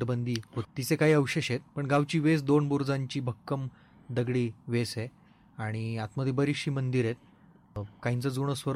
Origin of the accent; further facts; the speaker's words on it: Nimgaon Jali, Maharashtra, India; moved away; म्हणजे मी लहानपणापासून ज्या गावात मोठा झालो तिथं अनेक वाडे आहेत, विहिरी, बारवा, मंदिरं, वेस आहे मोठी, गावकुस आहे.